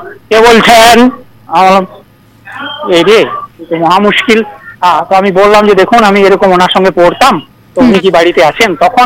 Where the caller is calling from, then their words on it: Dubrajpur, West Bengal, India; আমি পশ্চিমবঙ্গের বীরভূম জেলার দুবরাজপুর থেকে